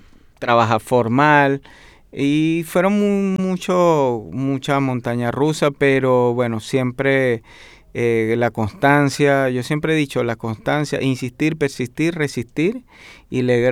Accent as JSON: {"language": "Spanish", "country": "Venezuela", "moved": "as an adult", "lives_now": "Chile", "said": "Yo vine de Venezuela por situación de mi país"}